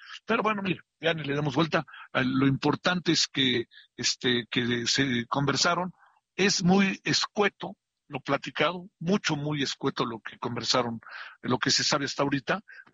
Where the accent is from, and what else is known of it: Mexico